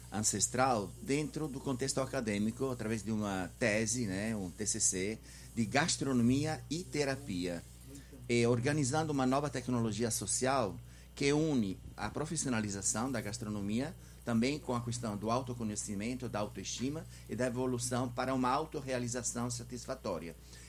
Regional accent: Milan, Lombardy, Italy; Portuguese is a second language; now in Brazil

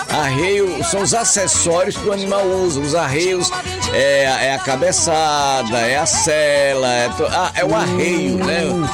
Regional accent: Missão Velha, Ceará, Brazil; Missão Velha, que é a minha terra.

